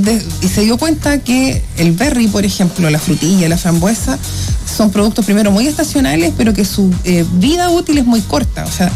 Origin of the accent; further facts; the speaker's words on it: Cañete, Biobío, Chile; yo que soy de Cañete toda mi vida